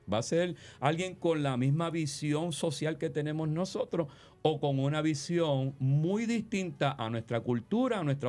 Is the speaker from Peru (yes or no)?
no; Puerto Rico; nosotros también como puertorriqueños o como cristianos